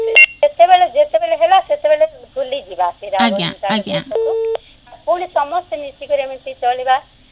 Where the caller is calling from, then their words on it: Bargarh, Odisha, India; ହଁ ନାନୀ, ମୁଁ ବରଗଡ଼ରୁ, ବରଗଡ଼ କଟାପାଲୁ